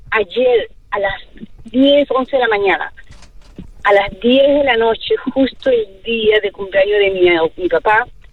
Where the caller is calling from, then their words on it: Chicago, Illinois, United States; De Chicago.